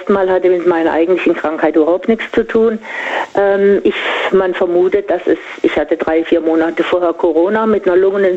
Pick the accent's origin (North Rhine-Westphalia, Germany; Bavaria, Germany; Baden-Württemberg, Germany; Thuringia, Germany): Baden-Württemberg, Germany; Singen; ich komme ja aus Singen